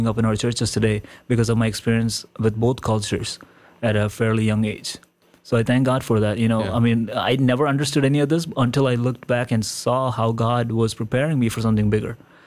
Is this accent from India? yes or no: yes; India; And even being growing up in India, I understand the culture of India and how the people of India think.